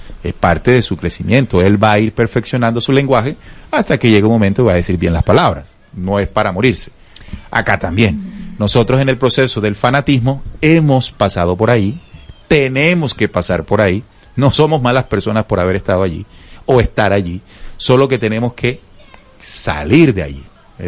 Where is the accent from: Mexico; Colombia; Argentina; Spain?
Colombia; Barranquilla, Atlántico; born there; yo soy barranquillero, yo nací en la ciudad de Barranquilla, el equipo de la ciudad en el que nací es el Junior.